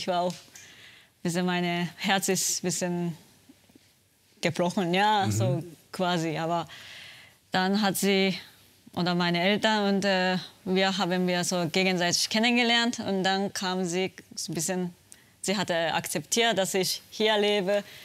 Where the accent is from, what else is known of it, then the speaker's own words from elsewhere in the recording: Japan; German is a second language; moved away as an adult; now in Germany; erste Frage war, ja, woher kommen Sie? Japan oder China oder wie oder was. Und dann sage ich Japan